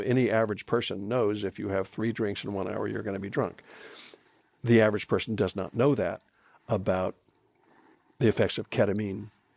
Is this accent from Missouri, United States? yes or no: no; California, United States; I grew up in Southern California. Marijuana was something that Mexicans used and that black jazz musicians used and things like that.